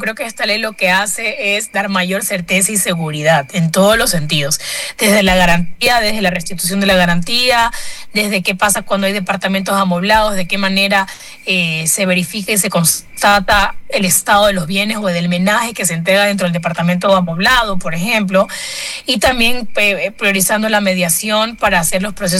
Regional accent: Los Ríos, Ecuador; moved away as an adult; now in Quito, Ecuador; Yo no soy de Quito, yo soy de la provincia de Los Ríos.

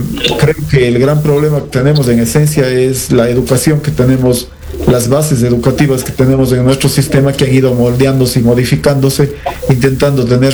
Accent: Ecuador

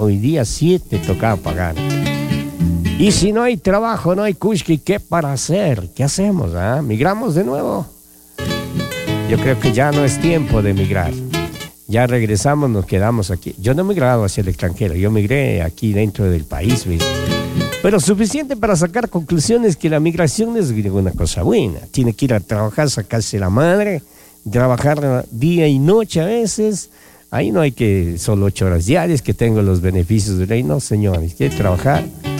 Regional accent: Ecuador

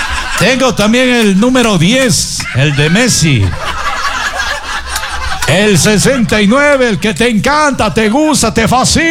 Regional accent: Ecuador; aguardiente de mi tierra, el Ecuador.

